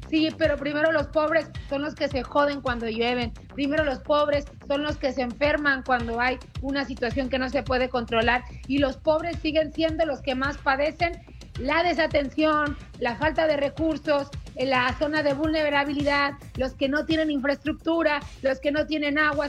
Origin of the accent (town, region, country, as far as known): Mexico